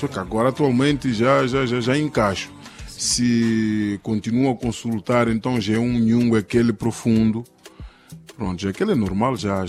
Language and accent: Portuguese; Chimoio, Manica, Mozambique; born there; Eu nasci em Chimoio.